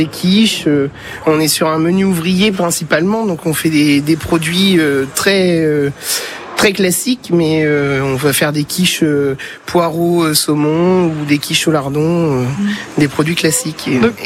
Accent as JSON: {"language": "French", "town": "Issoudun", "region": "Centre-Val de Loire", "country": "France", "tie": "born or raised there", "also_born_or_lived": "Châteauroux", "said": "Ça fait 28 ans que je suis Issoudun. Je suis né sur Châteauroux, mais j'ai toujours habité Issoudun."}